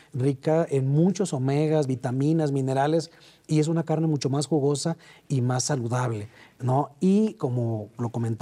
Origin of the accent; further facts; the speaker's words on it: Tabasco, Mexico; born there; now in Santiago Tuxtla, Mexico; nosotros de nacimiento somos tabasqueños, pero de corazón veracruzanos, uh-huh, siempre, de Santiago Tuxtla.